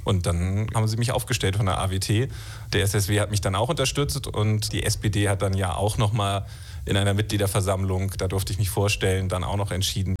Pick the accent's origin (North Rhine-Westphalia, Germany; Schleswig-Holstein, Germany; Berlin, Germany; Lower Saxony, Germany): Schleswig-Holstein, Germany; Kiel; moved away as an adult; also born or lived in Schwentinental / Preetz / Rheingau, Hesse; now in Hesse, Germany; ich bin aufgewachsen in Kiel, bin aufgewachsen in Schwentinental, habe dann in Preetz gewohnt und bin dann sozusagen hier an die Westküste der Liebe wegen gezogen.